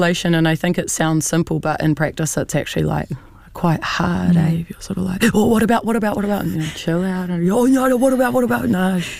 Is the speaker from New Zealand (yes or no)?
yes; Wellington, New Zealand; I was born and raised in Pōneke in Wellington